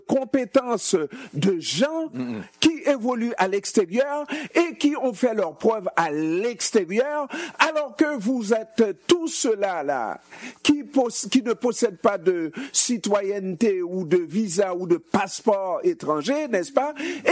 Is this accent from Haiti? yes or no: yes; Haiti; Je suis haïtien, je suis né haïtien et je sais ce que ce pays a fait pour moi, n'est-ce pas?